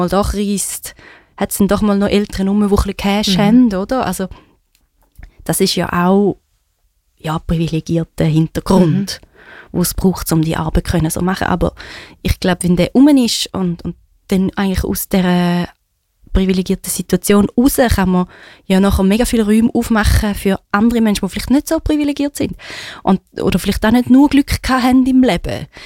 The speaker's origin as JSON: {"language": "German", "country": "Switzerland", "tie": "born or raised there"}